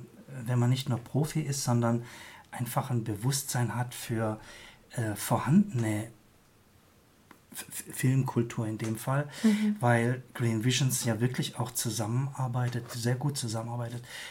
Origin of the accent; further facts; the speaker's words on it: Baden-Württemberg, Germany; Ich komme selber aus der Nähe von Heidelberg.